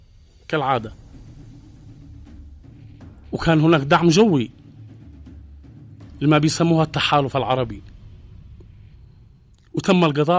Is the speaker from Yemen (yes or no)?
yes; Yemen; احنا كيمنيين